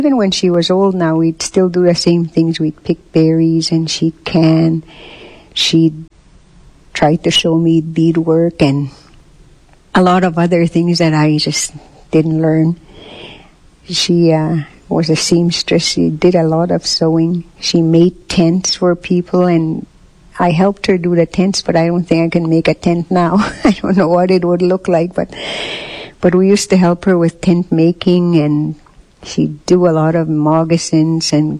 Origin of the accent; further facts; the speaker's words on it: Goodfish Lake Reserve, Alberta, Canada; I'm from the Goodfish Lake Reserve in Alberta. I'm a Cree person, and I was born to a family of 8 children